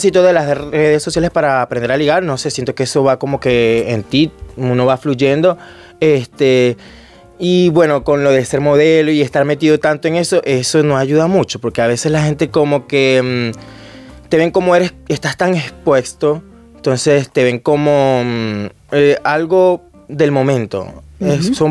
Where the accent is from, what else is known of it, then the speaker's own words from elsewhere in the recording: Colombia; also born or lived in Venezuela; now in Barcelona, Spain; Yo nací en Venezuela, pero me crié en Colombia, soy de los dos lugares.